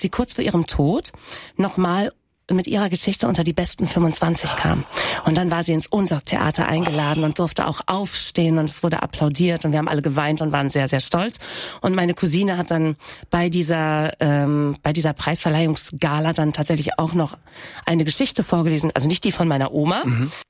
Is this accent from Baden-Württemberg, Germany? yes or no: no; Aurich, Lower Saxony, Germany; accent: Aurich Low German; first language Low German; also born or lived in Oldenburg; now in Hamburg, Germany; ich komme aus einem plattdeutschen Haushalt. Mhm. Natürlich, also ich komme aus Ostfriesland. Ja, das Plattdeutsche ist ein anderes.